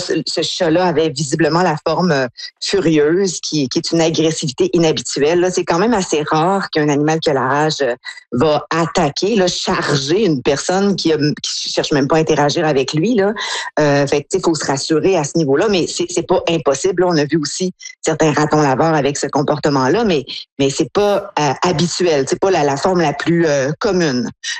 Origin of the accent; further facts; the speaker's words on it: Quebec, Canada; En tout cas, moi, dans ma jeunesse, au Lac-Saint-Jean, c'était comme ça.